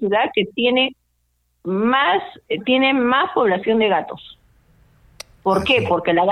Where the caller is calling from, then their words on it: Tacna, Peru; yo vivo en Leguía.